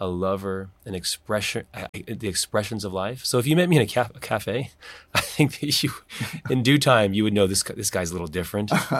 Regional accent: South Korea; English is a second language; I always would start off with … from South Korea.

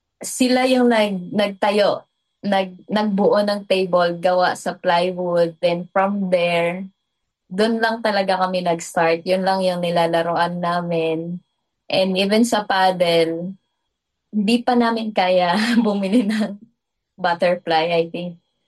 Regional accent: Catarman, Northern Samar, Philippines; Sa probinsya ko kung saan po talaga ako pinanganak, actually born and raised from Samar, Katarman, Northern Samar.

